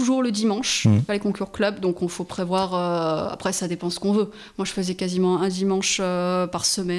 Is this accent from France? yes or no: yes; Montpellier, Occitanie, France; moved away; also born or lived in Gard; Moi, à la base, je viens de Montpellier et on a fait 6 ans après dans le Gard.